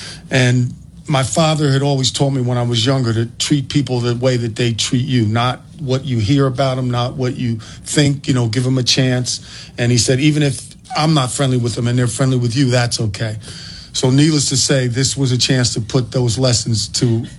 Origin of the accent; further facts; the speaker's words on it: New York, United States; also born or lived in New Jersey; I grew up in New York and New Jersey.